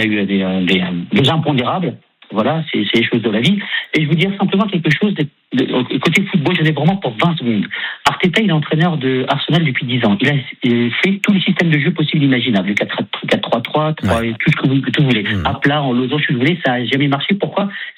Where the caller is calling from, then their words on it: Paris, Île-de-France, France; J'étais chez moi, à Paris, avec mon fils